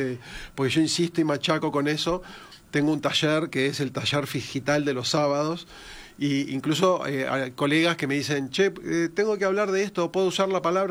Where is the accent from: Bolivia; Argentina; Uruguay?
Uruguay; nosotros como uruguayos tenemos eso de que nuestra identidad está muy relacionado con lo que es las olas migratorias y todos venimos de algunas familias que vienen de otros lados.